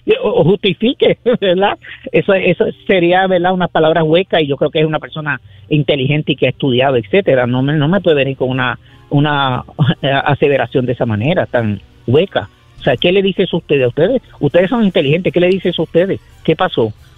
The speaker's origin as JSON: {"language": "Spanish", "country": "Puerto Rico", "said": "Yo soy católica apostólica puertorriqueña"}